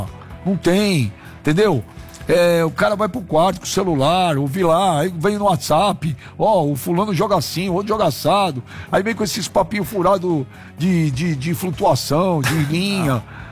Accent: Brazil; born there; Eu sou brasileiro, sempre sendo brasileiro, nasci no Brasil.

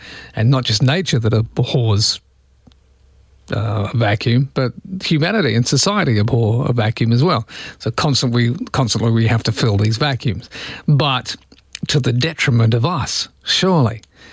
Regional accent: England, United Kingdom; And besides being English, I'm a tea drinker.

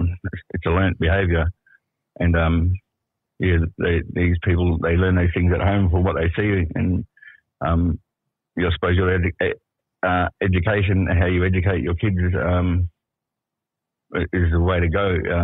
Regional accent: Perth, Western Australia, Australia; I'm from Perth. I'm a Noongar Yamadji man. Grew up here all my life

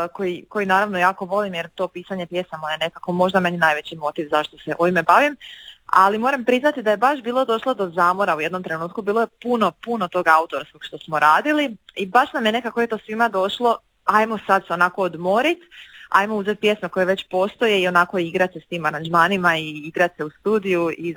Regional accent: Osijek, Osijek-Baranja County, Croatia; Iz Osijeka sam

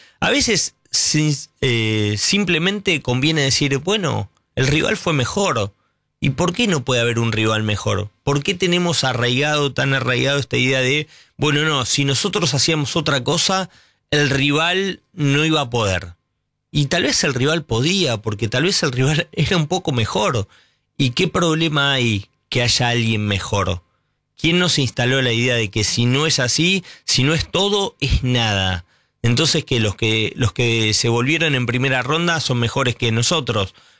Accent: Argentina; los argentinos somos más parecidos finalmente en el comportamiento a lo que fue Lionel Messi

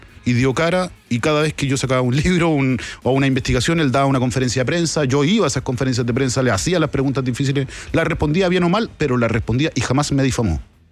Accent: Chile; Yo no quiero ver a mi país dividido por personas sobreideologizadas. No me gustaría que pasara eso de nuevo en Chile.

